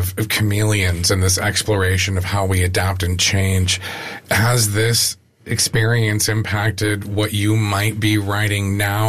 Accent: Raleigh, North Carolina, United States; born there; I was born in Raleigh, so there's another random connection.

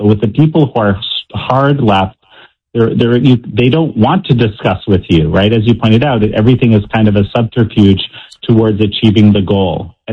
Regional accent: Canada; I grew up in Canada, of all places, in the 80s, right? In the 70s and 80s. This is one of the freest societies that ever existed.

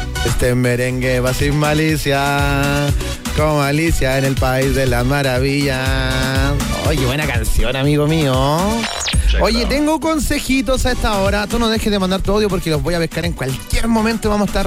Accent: Santiago, Santiago Metropolitan Region, Chile; Oye, un abrazo a mi gente de Macul. Yo soy de Macul, para los que no saben, ¿eh?

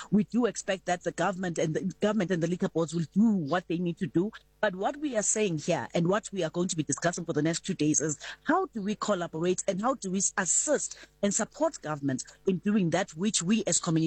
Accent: Ekurhuleni, Gauteng, South Africa; I'm also from Ekurhuleni, so I know exactly what you're talking about.

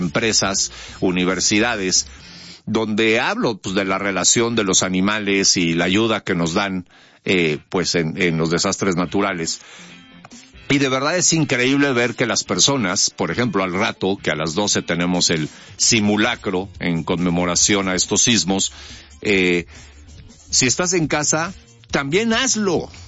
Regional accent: Mexico; nos caracteriza como mexicanos

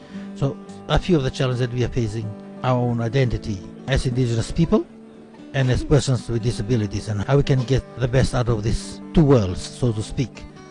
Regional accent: Fiji; I am from Fiji, so I'm an indigenous Fijian.

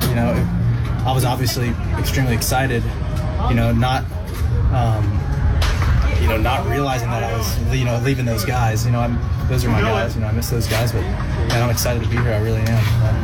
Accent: East Coast, United States

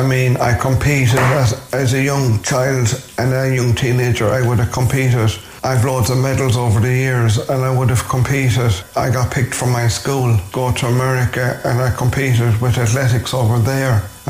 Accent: Sixmilebridge, Munster, Ireland; now in Shannon, Ireland; I grew up in Sixwell Bridge. I was born with cerebral palsy.

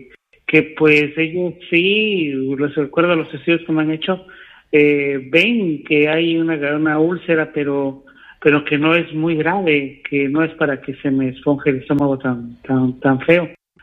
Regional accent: Cancún, Quintana Roo, Mexico; born there; En Quintana Roo, Cancún, Quintana Roo.

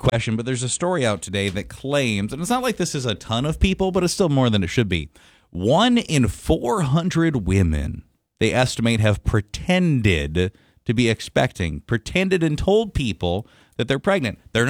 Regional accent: Minneapolis, Minnesota, United States; moved away; I grew up in the Minneapolis area.

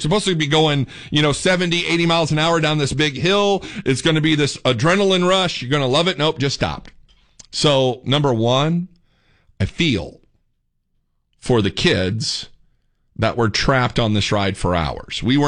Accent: Indiana, United States; I grew up in Northeast Indiana.

